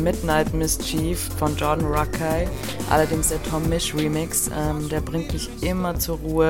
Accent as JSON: {"language": "German", "region": "Vienna", "country": "Austria", "said": "ich komme aus Wien."}